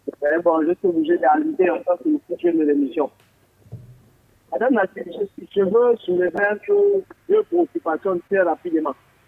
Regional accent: Gabon; Moi, j'arrive, je suis un Gabonais, je cherche à loger ma petite famille.

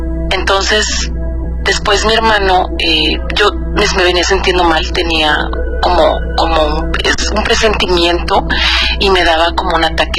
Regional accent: Guerrero, Mexico; now in California, United States; Estoy en California, pero soy de Guerrero.

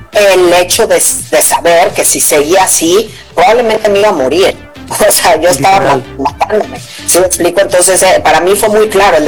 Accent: Mexico

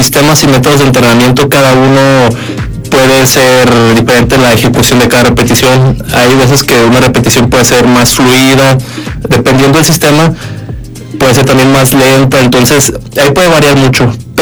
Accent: León, Guanajuato, Mexico; yo me siento orgullosamente leonés, guanajuatense, mexicano y latino.

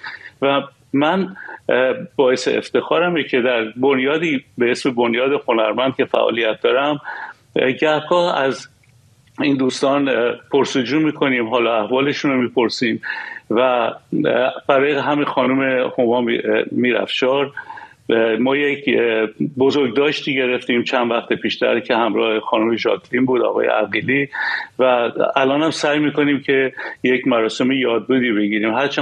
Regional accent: Iran; moved away

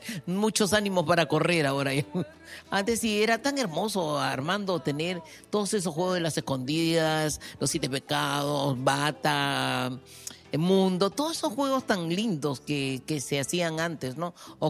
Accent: Lima, Peru; born there; Yo nací en Barranco, en Avenida Surco 410, en un modesto callejón en el interior.

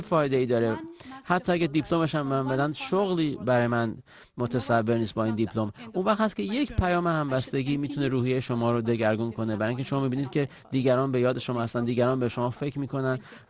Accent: Afghanistan; از افغانستان هستم.

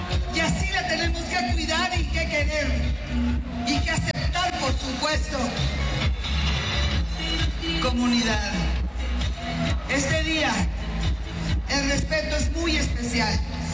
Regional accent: Mexico; la que se merecen ustedes, la que nos merecemos como mexicanos.

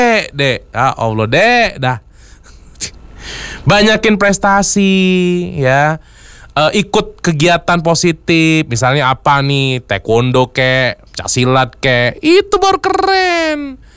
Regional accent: Palembang, South Sumatra, Indonesia; kita-kita warga Palembang

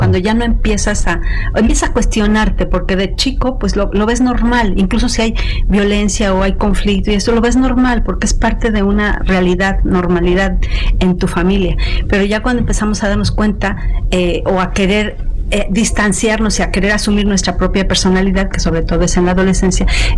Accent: Mexico; nos tendríamos que reeducar como país, como mexicanos.

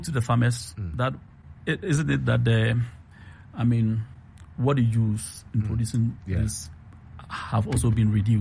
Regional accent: Abomosu, Eastern Region, Ghana; I come from the eastern region.

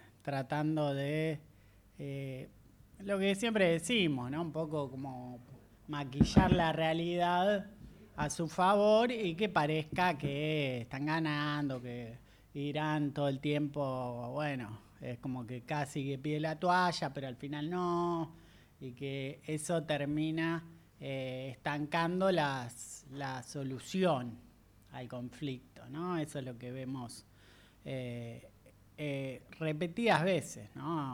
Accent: Villa Luzuriaga, Buenos Aires Province, Argentina; now in Ramos Mejía, Argentina; donde yo viví casi toda mi vida.

